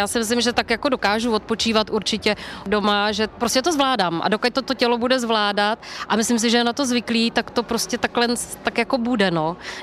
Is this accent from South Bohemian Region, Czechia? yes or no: yes; Český Krumlov, South Bohemian Region, Czechia; jsem Krumlovačka, jsem rodilá Krumlovačka, jsem patriotka